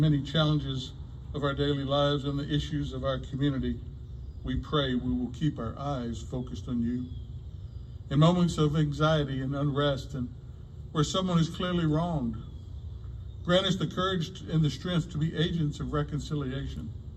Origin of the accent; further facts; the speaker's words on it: Gulf Coast, United States; moved away; And in my hometown, it was only 20-something miles away from the Gulf.